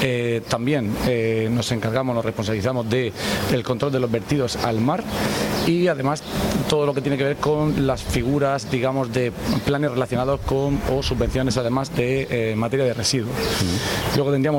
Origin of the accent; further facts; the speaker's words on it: Alcantarilla, Region of Murcia, Spain; also born or lived in Cejín; Soy de Alcantarilla. Llegué en el año 82 a Alcantarilla, realmente nací en Cejín, pero bueno, me siento alcantarillero porque toda mi vida...